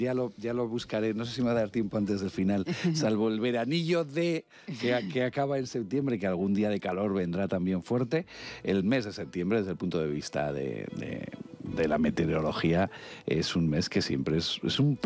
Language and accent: Spanish; Aragon, Spain; un incendio tremendo en mi tierra, en la zona de Riglo, San Juan de la Peña, etcétera.